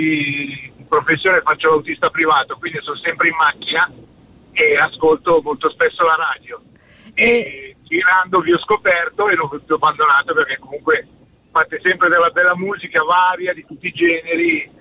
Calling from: Monza, Lombardy, Italy; in questo momento sono a Termoli, ma mi sto dirigendo verso Monza dove abito

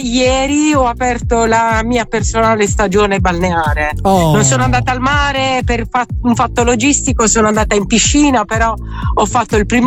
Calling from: Bari, Apulia, Italy; Io sono di Bari.

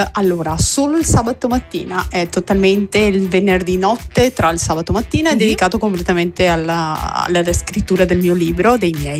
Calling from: Venice, Veneto, Italy; da Mestre.

